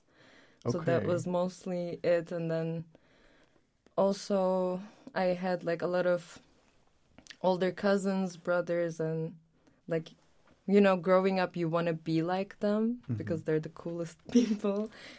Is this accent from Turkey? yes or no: yes; Turkey; English is a second language; So, funny story, because I'm from Turkey and my hometown is right across Greece, mm-hmm. on the Aegean coast